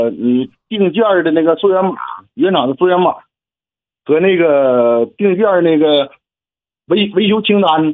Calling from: Changchun, Jilin, China; 咱长春的

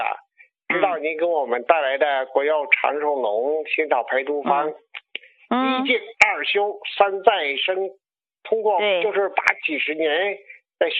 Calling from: Baoding, Hebei, China; 我河北保定的。

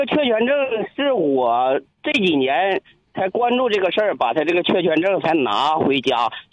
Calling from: Heilongjiang, China; 那个我是黑龙江的

